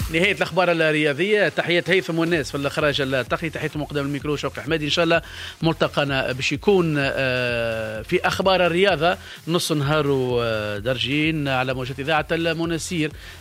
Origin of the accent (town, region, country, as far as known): Tunisia